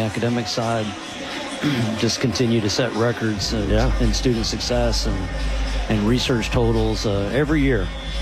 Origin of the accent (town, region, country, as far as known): Mesquite, Texas, United States; born or raised there